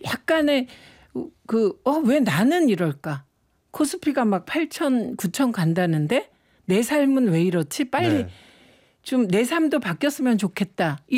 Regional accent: Gyeongsang, South Korea; 제가 경상도가 고향이라서

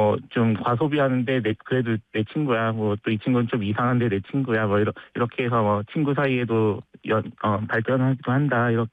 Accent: Gangneung, Gangwon, South Korea; born or raised there; now in Oksu-dong, Seoul, South Korea

